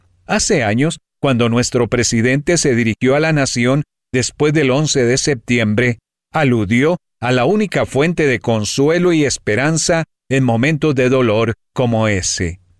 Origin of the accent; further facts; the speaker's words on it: New York City, New York, United States; Como neoyorquino, me preguntaron cómo me sentía tras aquel atentado.